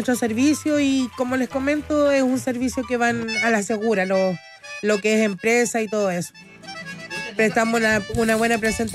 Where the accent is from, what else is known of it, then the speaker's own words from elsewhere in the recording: Pudahuel, Santiago Metropolitan Region, Chile; Nosotros somos de Pudahuel